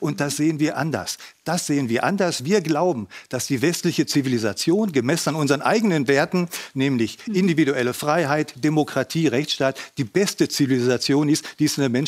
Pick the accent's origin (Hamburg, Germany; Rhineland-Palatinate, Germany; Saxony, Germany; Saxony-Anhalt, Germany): Hamburg, Germany; Ich komme aus Hamburg.